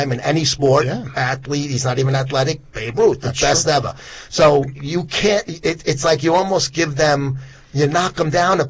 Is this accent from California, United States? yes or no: no; Brooklyn, New York, United States; So as a New Yorker, and a Brooklynite